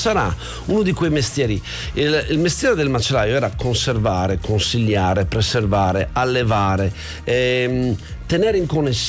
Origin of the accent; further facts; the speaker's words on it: Canada; Io l'ho vissuto perché, essendo canadese, comunque vedevo sto arnese